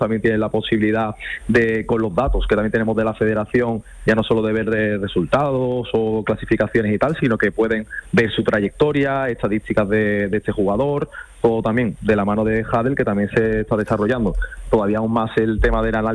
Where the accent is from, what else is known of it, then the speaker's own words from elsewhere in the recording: Andalusia, Spain; Como buenos andaluces hay que apoyar nuestro acento.